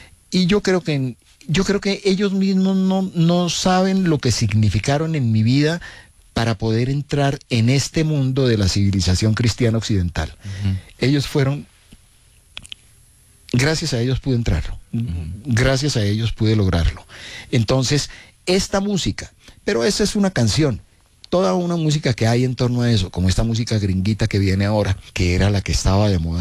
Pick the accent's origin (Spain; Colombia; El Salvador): Colombia; Quibdó, Chocó; born there; also born or lived in Puerto Berrío; now in Bogotá, Colombia; cuando era niño, cuando estaba en Quibdó